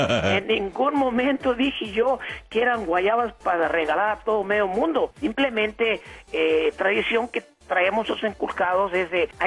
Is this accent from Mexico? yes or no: yes; Mexico; Hoy en día es la temporada de la guayaba para todos los que vinimos de México, de muchos países que conocemos la fruta que es la guayaba.